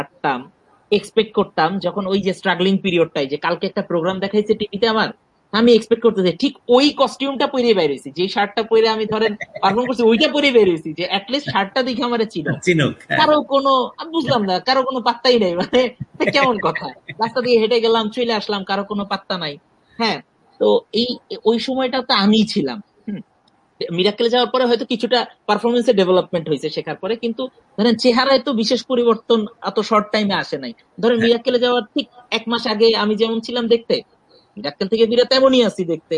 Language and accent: Bangla; Dhaka, Dhaka Division, Bangladesh; আমি আসলে ঢাকাতেই বড় হয়েছি